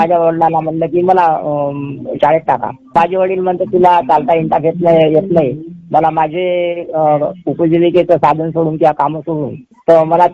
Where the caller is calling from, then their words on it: Chandur Bazar, Maharashtra, India; madam, मी चांदूर बाजार जिल्हा अमरावतीवरून